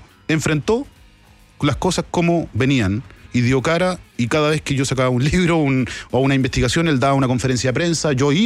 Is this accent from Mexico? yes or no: no; Chile